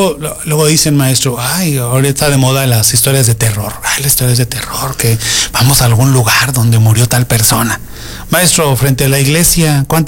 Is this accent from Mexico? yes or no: yes; Rioverde, San Luis Potosí, Mexico; aquí somos de Río Verde